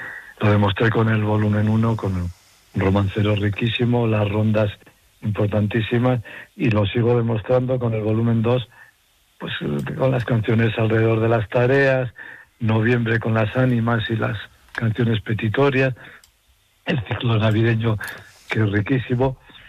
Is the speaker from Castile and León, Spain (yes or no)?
yes; Arroyo, Castile and León, Spain; yo tenía muchos más documentos sonoros de por supuesto de mi pueblo de Arroyo o de Sancho Nuño